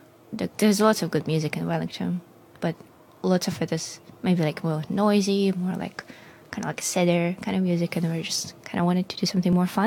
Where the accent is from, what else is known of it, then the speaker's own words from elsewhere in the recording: Tolyatti, Samara Oblast, Russia; English is a second language; I was born in Samara region, like on Tolyatti. It's a city with Italian named after some Italian communists that never been to USSR